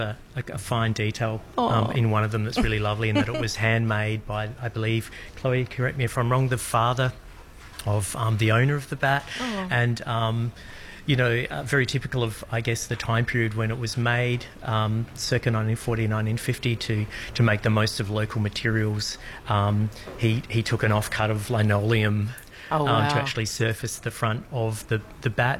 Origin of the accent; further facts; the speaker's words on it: South Australia, Australia; moved away; I'm originally from South Australia